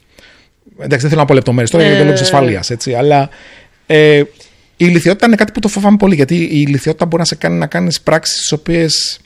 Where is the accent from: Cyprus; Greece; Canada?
Greece; now in Singapore